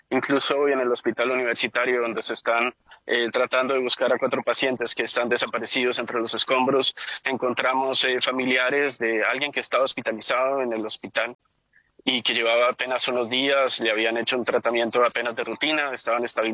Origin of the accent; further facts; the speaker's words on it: Colombia; Pues en Colombia pareciera que este tipo de tragedias nos pasan la factura de años de abandono